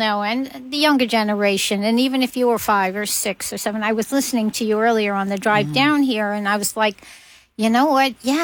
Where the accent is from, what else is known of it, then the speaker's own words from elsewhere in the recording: New York, United States; now in Houston, United States; I'm a New Yorker who loves country music.